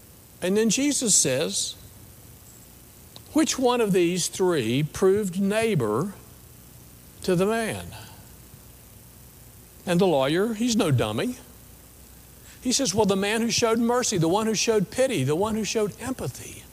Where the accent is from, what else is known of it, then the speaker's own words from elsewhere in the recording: West Virginia, United States; we're from West Virginia, we know how people look down upon us and stereotype us even before they know who we are.